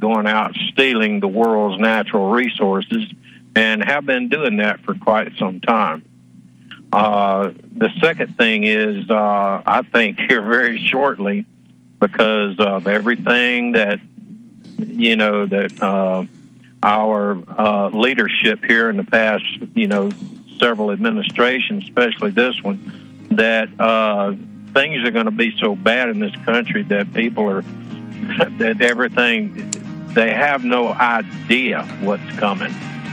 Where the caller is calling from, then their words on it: Arkansas, United States; Good evening, Al. … in Arkansas.